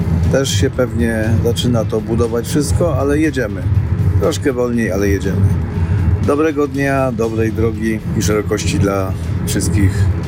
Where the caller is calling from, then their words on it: Kraków, Lesser Poland, Poland; z Krakowa